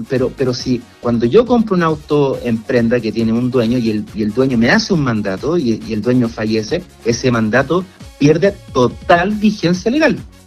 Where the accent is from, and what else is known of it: Chile